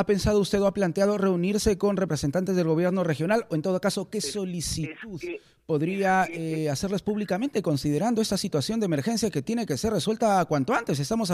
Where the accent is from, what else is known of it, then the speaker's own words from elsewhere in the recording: Peru; Daisy, felicitaciones, estamos orgullosos de ti como peruanos.